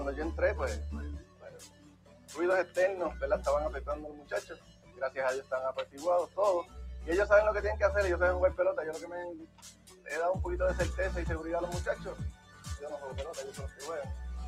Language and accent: Spanish; Patillas, Puerto Rico; el equipo es del pueblo, de mi pueblo de Patillas